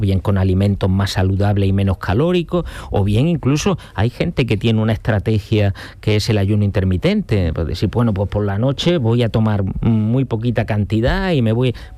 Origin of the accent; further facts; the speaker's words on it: Montoro, Andalusia, Spain; now in Málaga, Spain; No, soy cordobés, nací en Montoro.